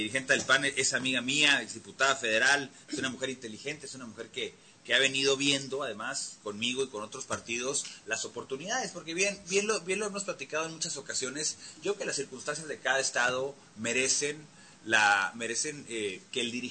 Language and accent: Spanish; Mexico; como mexicano quisiera que las autoridades mexicanas llevaran a cabo este tipo de procesos